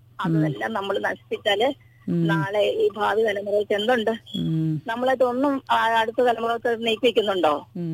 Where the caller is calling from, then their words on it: Vaikom, Kerala, India; എന്റെ ഹസ്ബൻഡ് വീട് വൈക്കമാണ്. ഞങ്ങള് ഇങ്ങോട്ടേക്ക് ഇവിടെയാ താമസിക്കുന്നത്.